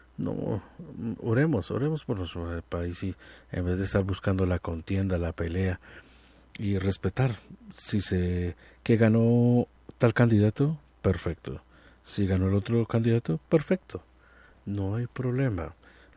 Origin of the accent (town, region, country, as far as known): Colombia